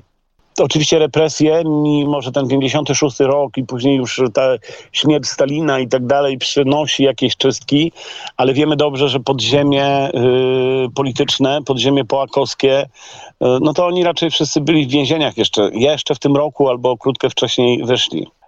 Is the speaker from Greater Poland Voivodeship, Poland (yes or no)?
yes; Greater Poland Voivodeship, Poland; bo ja jestem wielkopolaninem.